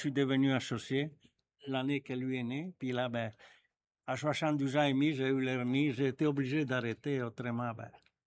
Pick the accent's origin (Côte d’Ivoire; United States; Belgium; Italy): Italy; northern Italy; moved away; quand j'étais jeune, là, chez nous, moi, je viens du nord d'Italie, et donc il y a les chants des montagnes